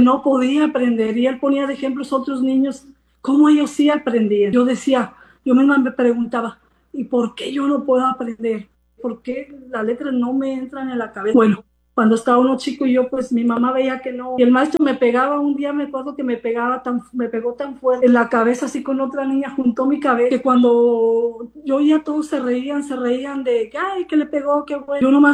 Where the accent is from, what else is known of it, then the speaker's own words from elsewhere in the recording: San Luis Potosí, Mexico; moved away; yo soy de San Luis, ¿verdad? Como te dije, en ese ranchito que yo vivía